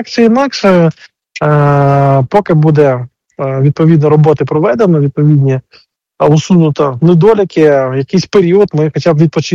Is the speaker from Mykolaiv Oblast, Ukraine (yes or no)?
yes; Mykolaiv, Mykolaiv Oblast, Ukraine; в Україні досі стоїть єдиний пам'ятник Макарову у моєму рідному місті Миколаєві.